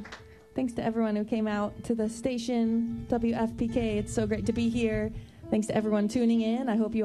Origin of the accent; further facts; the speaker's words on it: California, United States; moved away as an adult; now in Nashville, United States; I grew up out in California, and I grew up playing bluegrass music. My dad is a bluegrass music teacher, and about 11 years ago, I moved to Nashville, which I still live in Nashville